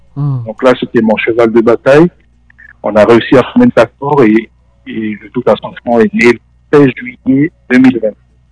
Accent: New Caledonia; born there; Enfin, je suis calédonien de naissance, mais ayant voyagé un peu partout, à Tahiti, etc.

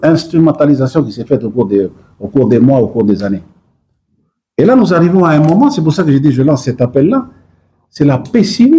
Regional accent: New Caledonia; ainsi que donc à leur relais politique ici, chez nous, en Nouvelle-Calédonie

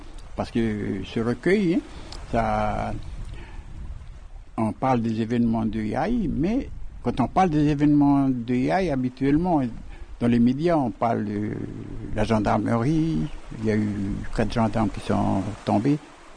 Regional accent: Ouvéa, Loyalty Islands Province, New Caledonia; je lis un texte pour faire en sorte que même si je suis loin d'Ouvéa, de ma tribu, je donne quand même mon témoignage.

